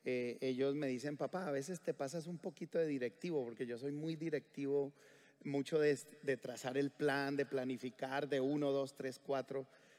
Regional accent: Colombia; moved away as an adult; Precisamente cuando salimos de Colombia hace ya casi 3 años, como que sentimos todo eso que sintió Abraham, de salir de nuestra zona de comodidad

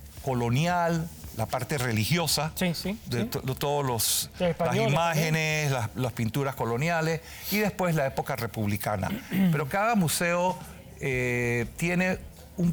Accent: Panama; para mí, como panameño, como amante de la cultura y la historia

